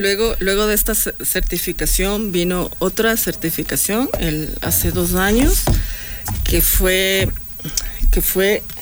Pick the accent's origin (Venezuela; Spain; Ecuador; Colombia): Ecuador; nosotros como ecuatorianos